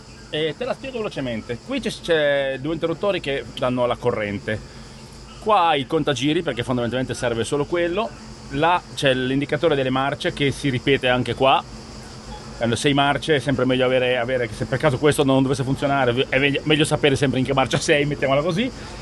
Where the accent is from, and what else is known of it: Liguria, Italy